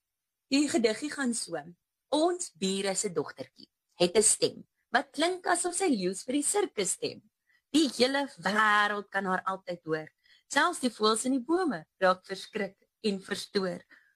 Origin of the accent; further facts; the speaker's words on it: Muldersdrift, Gauteng, South Africa; also born or lived in Krugersdorp; voor dit het ek maar op 'n plot in Mildersdrif groot geword. Ek was maar 'n plotkind, kaalvoet in die bos rondgehol.